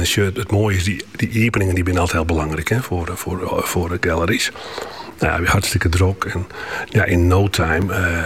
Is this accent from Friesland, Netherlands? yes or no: yes; Friesland, Netherlands; Nou, ik zei uit Friesland en Nederland.